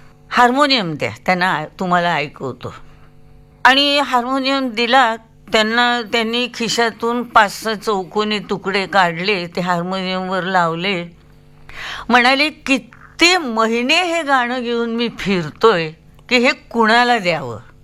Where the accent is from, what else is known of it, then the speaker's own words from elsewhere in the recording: Kolhapur, Maharashtra, India; मी आहे कोल्हापूरची.